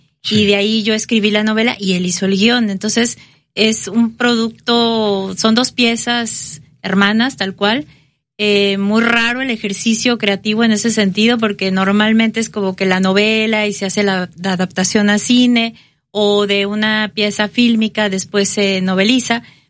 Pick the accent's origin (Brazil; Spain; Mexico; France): Mexico; Xalapa, Veracruz; Nada más, mi hermano y yo sí somos de Jalapa.